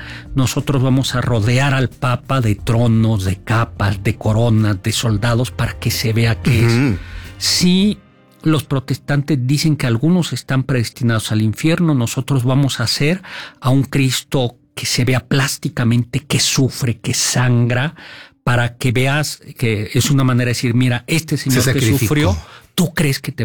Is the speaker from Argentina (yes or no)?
no; Mexico